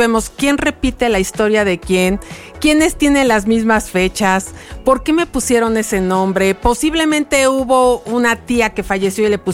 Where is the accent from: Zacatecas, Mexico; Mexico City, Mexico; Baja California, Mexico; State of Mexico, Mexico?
Zacatecas, Mexico; tienen que comer queso, porque venimos de Zacatecas, entonces, y en el rancho siempre había queso